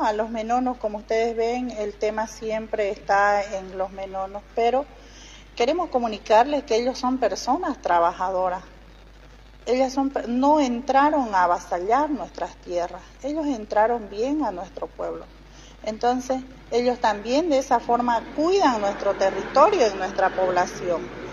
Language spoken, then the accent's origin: Spanish; Beni, Bolivia; soy presidenta del Comité Cívico del Carmen de Litene.